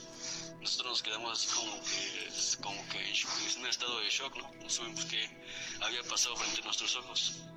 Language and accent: Spanish; Veracruz, Mexico; moved away as an adult; now in Mexico City, Mexico; Estoy viviendo en la Ciudad de México, pero soy originario de Veracruz.